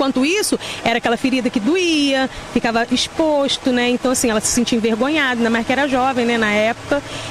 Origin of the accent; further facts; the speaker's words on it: Paraíba do Sul, Rio de Janeiro, Brazil; Paraíba do Sul, estado do Rio de Janeiro.